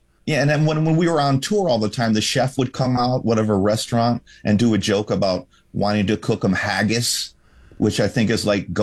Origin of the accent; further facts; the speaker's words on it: Arizona, United States; I grew up in Arizona.